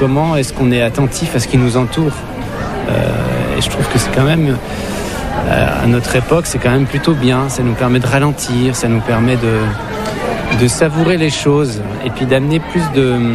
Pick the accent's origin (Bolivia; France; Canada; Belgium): France; Grand Est; ça s'est passé dans nos forêts vosgiennes. et que j'ai jamais quitté finalement. Je vis toujours là où j'ai grandi quasiment.